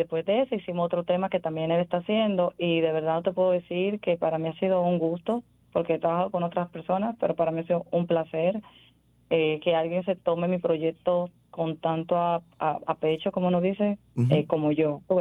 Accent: Dominican Republic; Para nada, pero soy dominicana, amo el merengue, es mi bandera.

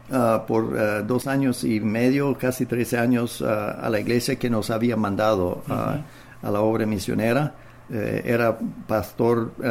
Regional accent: Saskatchewan, Canada; Spanish is a second language; moved away as an adult; also born or lived in Nicaragua / Manitoba; Ambos somos de el área de, bueno, de la provincia de Saskatchewan, cerca de la ciudad de Swift Current. Y ahí nos casamos y estuvimos el primer año de nuestra vida de casado en Swift Current.

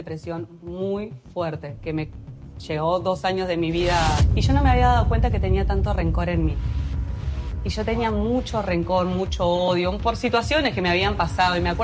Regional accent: Argentina; now in Dominican Republic; Yo amo a Argentina, me considero más argentina que el mate. Siempre dije, yo voy a nacer y morir en Argentina. Estudié ciencias políticas allá, o sea, con la intención de seguir siempre en el camino de Argentina.

